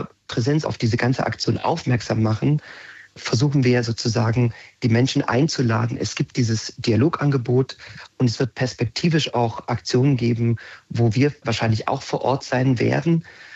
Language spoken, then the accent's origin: German; Magdeburg, Saxony-Anhalt, Germany; gerade ich als Magdeburger und Sachsen-Anhaltiner